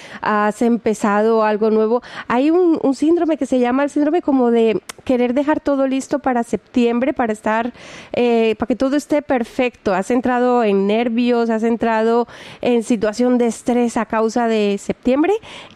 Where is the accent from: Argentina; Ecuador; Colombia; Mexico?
Colombia; now in Stuttgart, Germany; yo soy de Colombia